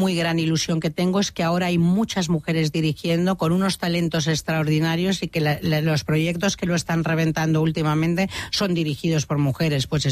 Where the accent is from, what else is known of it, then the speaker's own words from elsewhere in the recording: Gavà, Catalonia, Spain; Catalan is a second language; Sí, sóc de Gavà, però si t'has fixat, em dona com respecte no parlar-ho bé de totes